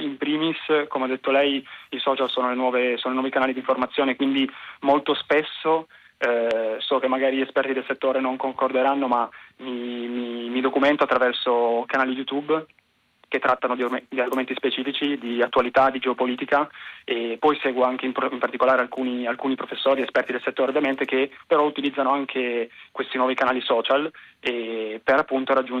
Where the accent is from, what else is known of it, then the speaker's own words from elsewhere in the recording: Dogliani, Piedmont, Italy; io arrivo da Dogliani e faccio parte della Consulta Giovani di Dogliani